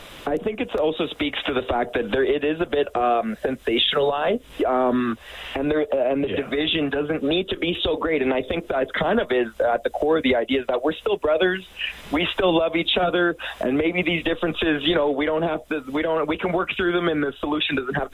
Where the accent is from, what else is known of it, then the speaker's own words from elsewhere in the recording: Alberta, Canada; accent: Alberta; I kind of, you know, caught a little traction with my Alberta accent videos, which was before any of the separation stuff was even on the table.